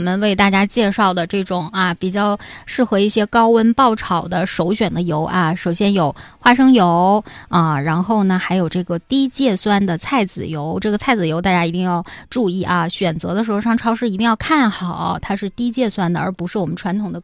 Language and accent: Chinese; Northeast China, China; 这就是我们东北人啊非常爱吃的、非常接地气的一种食物。